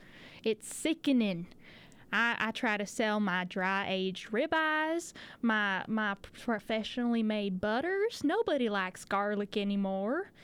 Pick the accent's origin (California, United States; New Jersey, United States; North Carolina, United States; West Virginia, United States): New Jersey, United States; now in Honey Grove, United States; Nah, I'm from Jersey.